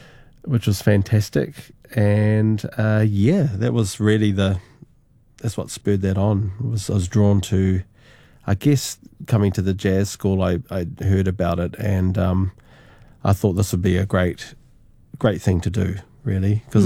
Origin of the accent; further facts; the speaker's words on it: New Zealand; It was definitely hard especially for my friends who are also Māori or, they struggled.